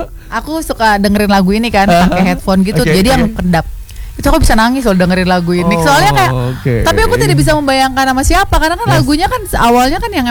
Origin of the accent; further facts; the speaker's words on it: Jakarta, Indonesia; Aku Betawi.